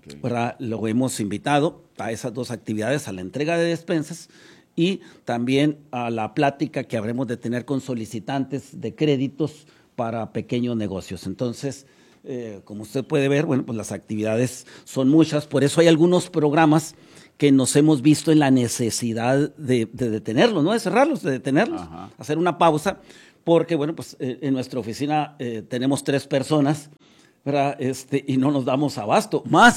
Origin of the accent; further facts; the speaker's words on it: Camargo, Mexico; somos de Camargo.